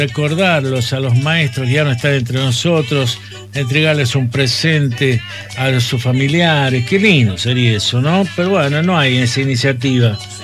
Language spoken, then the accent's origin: Spanish; Chilecito, La Rioja, Argentina; yo hablo de Chilecito, que yo pasé por las aulas de la escuela normal, de tanto la primaria como la secundaria, o sea que tengo la formación en Chilecito